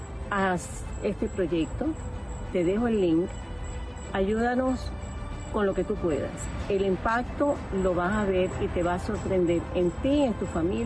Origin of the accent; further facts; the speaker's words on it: Colombia; now in Miami, United States; colombiana, vivo en Miami.